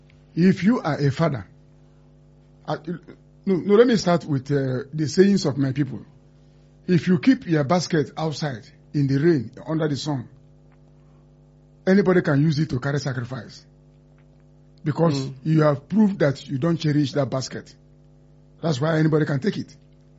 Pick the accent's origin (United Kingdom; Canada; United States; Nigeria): Nigeria; Southeast; I remember growing up in the Southeast.